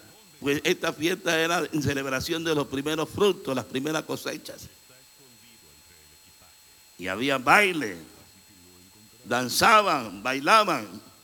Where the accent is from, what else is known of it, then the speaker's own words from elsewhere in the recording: Progreso, Chiriquí, Panama; now in Boquete, Panama; yo vengo de Progreso, donde cada año se celebra la fiesta del arroz. ¿Por qué? Porque Progreso produce arroz.